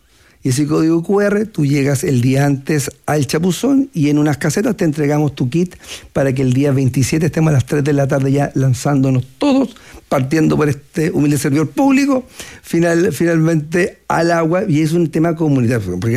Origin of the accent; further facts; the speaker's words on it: Temuco, Araucanía, Chile; born there; now in Punta Arenas, Chile; Yo nací en Temuco.